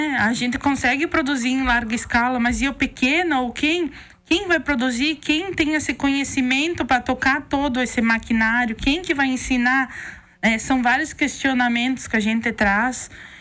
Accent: Brazil; Eu disse, sou do Brasil

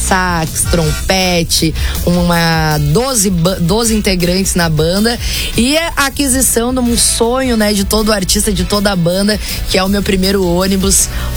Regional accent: Rio Grande do Sul, Brazil; Onde tudo começou, eu que, na verdade, sou gaúcha com muito orgulho, voltando agora para minhas raízes, né?

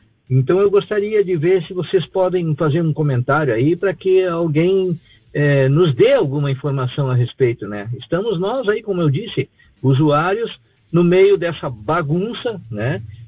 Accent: Seara, Santa Catarina, Brazil; Dessa rodovia de Seara, eu sou de Seara, né?

